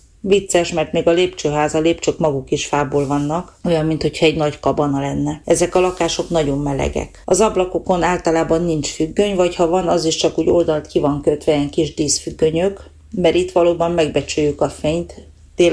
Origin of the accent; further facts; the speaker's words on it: Târgu Mureș, Transylvania, Romania; moved away as an adult; now in Norway; 4 éve élek Norvégiában, Erdélyből költöztem ide.